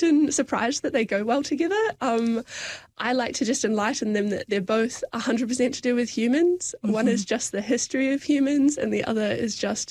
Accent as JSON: {"language": "English", "town": "Dunedin", "region": "Otago", "country": "New Zealand", "tie": "born or raised there", "also_born_or_lived": "Auckland", "said": "I grew up in Dunedin from the age of 6 or 7"}